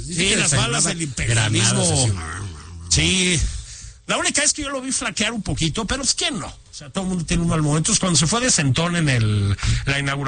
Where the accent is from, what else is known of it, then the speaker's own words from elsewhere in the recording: Mexico City, Mexico; somos chilangos, pero nos importa todo el país. Somos mexicanos, ¿no? Somos la patria chica es chilanga, pero la patria grande es México.